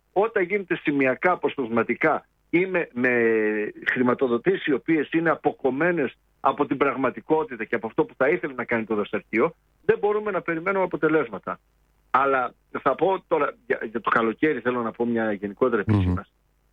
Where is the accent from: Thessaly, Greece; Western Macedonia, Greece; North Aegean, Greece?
North Aegean, Greece; Lemnos; γιατί κατάγομαι από τη Λίμνο.